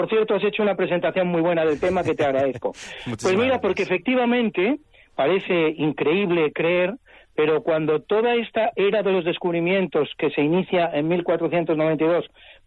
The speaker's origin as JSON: {"language": "Spanish", "country": "Spain", "said": "los españoles."}